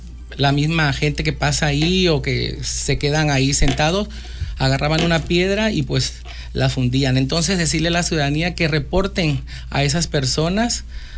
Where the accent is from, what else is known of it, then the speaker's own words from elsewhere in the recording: Mapastepec, Chiapas, Mexico; born there; yo soy de Mapastepec, soy nacido de Mapastepec. Vengo de una familia de buenos principios